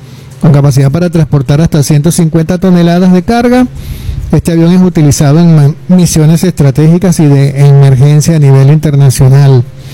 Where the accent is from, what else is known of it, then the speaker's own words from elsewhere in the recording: Venezuela; como venezolanos, agradecemos todo el apoyo que estamos recibiendo